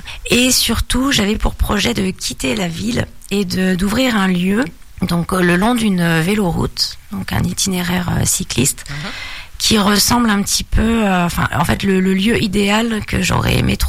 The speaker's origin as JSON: {"language": "French", "town": "Lyon", "region": "Auvergne-Rhône-Alpes", "country": "France", "moved": "as an adult", "lives_now": "Nièvre, France", "said": "je suis nouvelle dans la Nièvre. Moi je suis pas d'ici, je suis lyonnaise et ça fait 10 ans que je suis venue."}